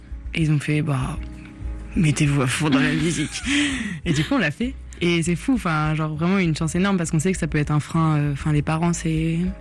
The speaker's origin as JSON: {"language": "French", "country": "France", "tie": "born or raised there", "said": "On retrace un petit peu le chemin de nos racines parce que du coup on a grandi en France métropolitaine et la musique nous permet de nous rapprocher de la Guadeloupe beaucoup."}